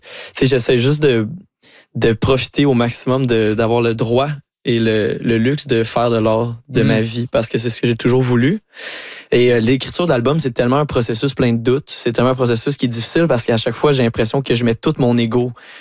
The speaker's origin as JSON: {"language": "French", "town": "Saint-Hyacinthe", "region": "Quebec", "country": "Canada", "said": "moi, je viens de Saint-Hyacinthe, qui est une oui. ville agricole."}